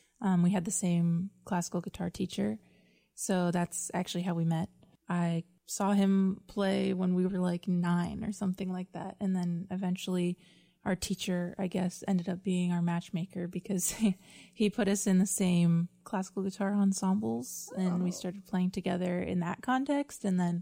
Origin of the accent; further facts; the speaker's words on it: Tucson, Arizona, United States; moved away as an adult; now in Nashville, United States; I'm from Tucson, Arizona, originally